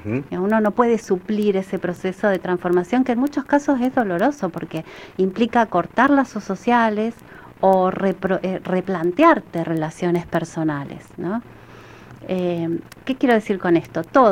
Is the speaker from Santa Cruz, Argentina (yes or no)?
yes; Santa Cruz, Argentina; yo me crié, bueno, en Santa Cruz, por supuesto, y fui toda mi vida a una sola escuela, a María Auxiliadora.